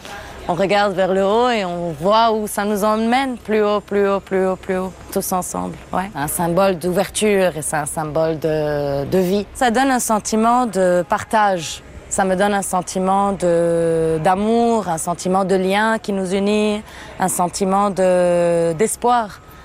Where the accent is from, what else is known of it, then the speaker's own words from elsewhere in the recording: Lebanon; J'ai commencé à faire du pain il y a 6 ans, quand j'étais au Liban, qui est mon pays d'origine.